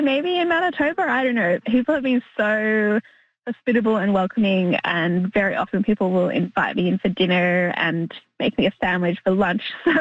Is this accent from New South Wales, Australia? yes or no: no; Tasmania, Australia; I'm from Tasmania in Australia